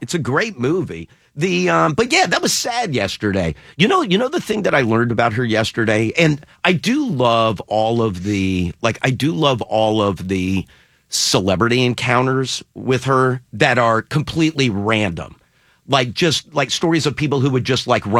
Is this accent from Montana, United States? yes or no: no; Houston, Texas, United States; moved away; when I was a kid growing up in Houston